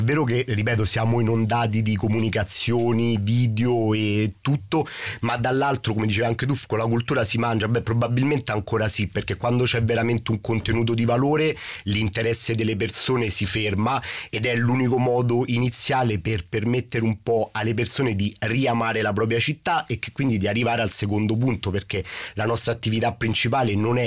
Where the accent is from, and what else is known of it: Rome, Lazio, Italy